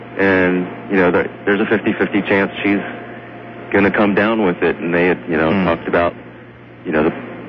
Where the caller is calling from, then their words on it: Harrisburg, Pennsylvania, United States; I'm calling from Harrisburg, Pennsylvania.